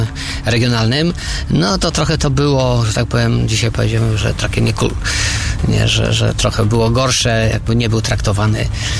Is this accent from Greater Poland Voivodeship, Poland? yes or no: yes; Ślesin, Greater Poland Voivodeship, Poland; u nas w Ślesinie mówią wszyscy, rozumieją po ochwieśnicku.